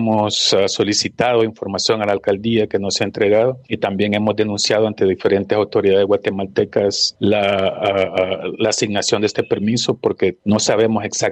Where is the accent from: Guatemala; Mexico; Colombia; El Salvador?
El Salvador; como salvadoreños, esto nos afecta a nosotros